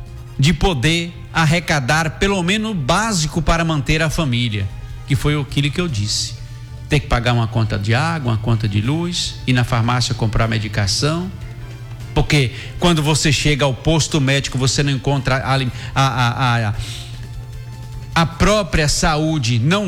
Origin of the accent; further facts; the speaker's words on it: Brazil; nós que somos brasileiros